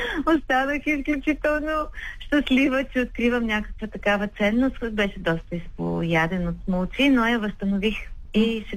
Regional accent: Pleven, Pleven Province, Bulgaria; тъй като аз съм от Плевен.

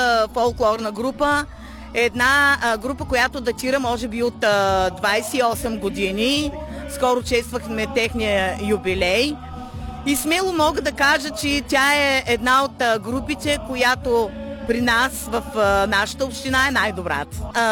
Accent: Devin, Smolyan Province, Bulgaria; Значи ние сме от град Девин, квартал Настан, читалище, народно читалище Възраждане, 1949, и аз съм секретар на читалището

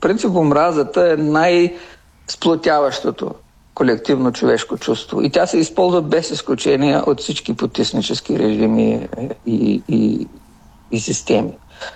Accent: Bulgaria; защото съм от Източна България, където има много турци, а това беше забранено.

